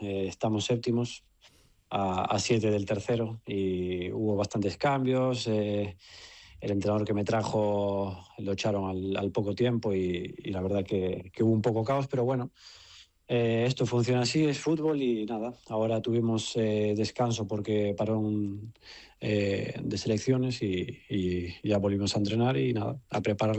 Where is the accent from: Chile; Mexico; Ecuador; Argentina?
Argentina; now in Spain; Yo vine de Argentina. Con mis padres sin nada